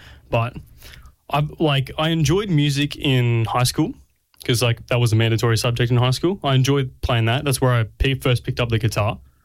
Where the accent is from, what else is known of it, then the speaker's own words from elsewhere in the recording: Grafton, New South Wales, Australia; Growing up in Grafton, well, I was raised by a single mum. My mum and my dad split when I was very young. So I mainly grew up with mum and went to school locally as well.